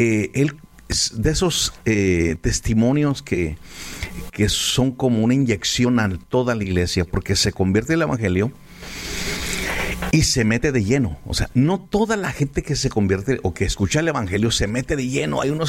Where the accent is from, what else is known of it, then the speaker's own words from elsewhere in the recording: San Luis Potosí, Mexico; Dios nos habló a mi esposa y a mí que tenemos que abrir una iglesia en mi pueblito o campus San Luis Potosí.